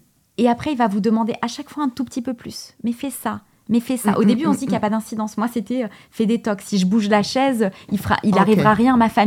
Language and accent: French; Portugal; Parce que je suis portugaise.